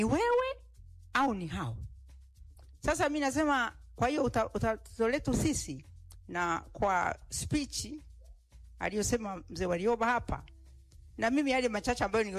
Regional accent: Tanzania; mimi ni Mtanzania halisi

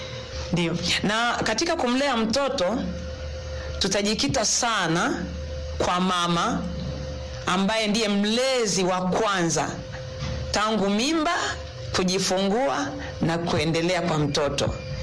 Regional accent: Bunda, Mara, Tanzania; Mimi ni mwalimu na ni mhudumu kuhusu malezi ya watoto. Natokea hapa Bunda na ni mwinjilisti katika kanisa la AICT Amani Bunda.

